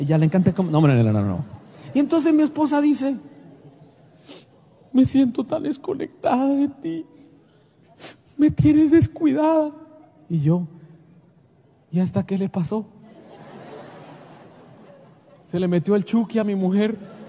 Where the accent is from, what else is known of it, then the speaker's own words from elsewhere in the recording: Colombia; born there; porque de donde yo nací, por allá de los campos de Colombia, mi abuelo no era tierno con mi abuela.